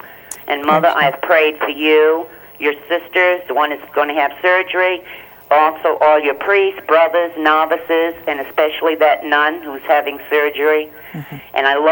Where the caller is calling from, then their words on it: Middletown, Rhode Island, United States; from Middletown, Rhode Island.